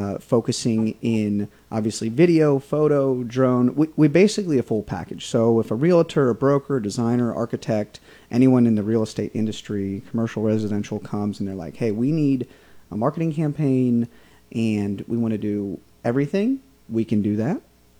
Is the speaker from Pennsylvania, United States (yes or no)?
yes; Lebanon, Pennsylvania, United States; moved away as an adult; also born or lived in Los Angeles; I grew up in Lebanon, PA